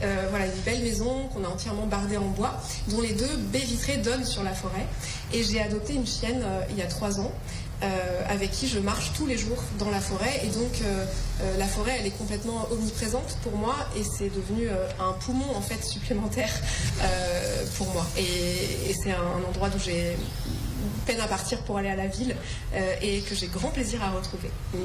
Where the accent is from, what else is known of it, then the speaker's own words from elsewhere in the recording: Chevreuse Valley, Île-de-France, France; moved away as an adult; also born or lived in Paris; now in Creuse, France; moi je suis née à Paris, mais j'ai vécu toute mon enfance en Essonne, dans la vallée de Chevreuse, qui est un endroit qui est très herbé, très naturel, et il y a beaucoup de forêts